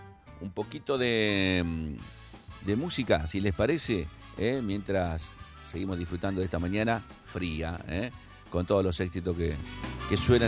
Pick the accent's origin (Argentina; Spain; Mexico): Argentina; Santa Fe; Nosotros, acá en el norte, somos santafesinos de cuarta, ¿sí?